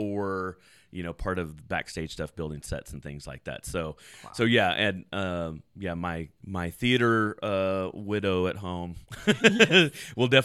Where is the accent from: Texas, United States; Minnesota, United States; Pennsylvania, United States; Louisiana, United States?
Texas, United States; Bryan; born there; So yes, I am from Bryan College Station. My family moved here when I was like 8.